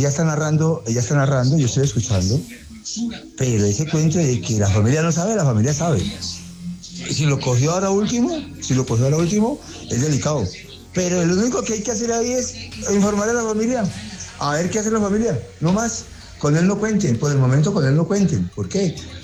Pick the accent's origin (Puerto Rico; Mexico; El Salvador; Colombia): Colombia; Cali, Valle del Cauca; de Cali para el mundo